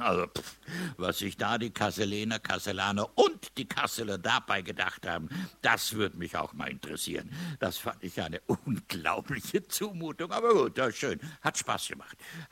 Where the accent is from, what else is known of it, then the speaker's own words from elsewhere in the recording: Trentino-Alto Adige, Italy; now in Rhineland, Germany; das sind wir Südtiroler, auch nicht weit weg davon. Also hier bin ich seit 59 Jahren, also nicht hier direkt, sondern im Rheinland, und gelte als Rheinländer.